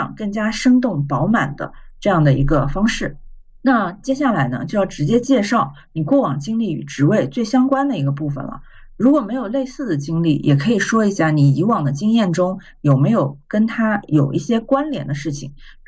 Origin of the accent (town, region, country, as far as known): China